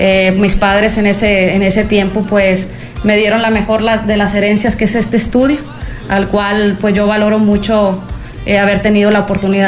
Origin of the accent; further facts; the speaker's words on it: Zaragoza, Coahuila, Mexico; also born or lived in Monterrey, Nuevo León; me regresé a Zaragoza porque yo soy 100% de Zaragoza, regresé, claro, a mi pueblo